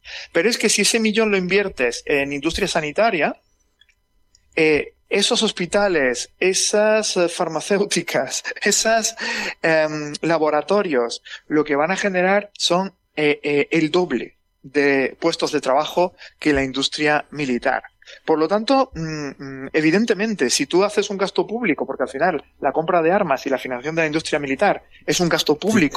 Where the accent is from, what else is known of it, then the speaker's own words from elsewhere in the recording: Jaén, Andalusia, Spain; yo soy de Jaén